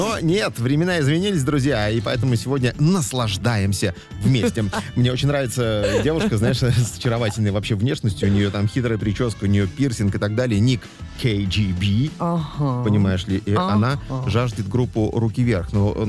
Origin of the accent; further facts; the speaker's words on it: Tolyatti, Samara Oblast, Russia; а я из Тольятти